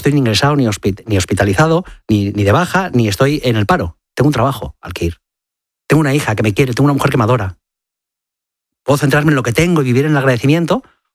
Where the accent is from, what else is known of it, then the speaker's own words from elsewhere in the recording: Community of Madrid, Spain; Curiosamente, Sara es gallega, yo soy madrileño